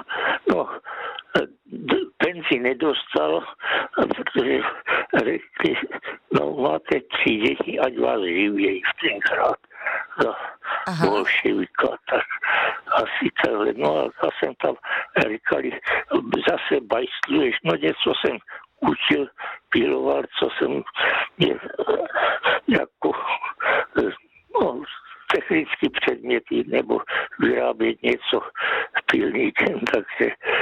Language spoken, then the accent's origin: Czech; Ostrava, Moravian-Silesian Region, Czechia; já od mládí jsem byl jako v Ostravě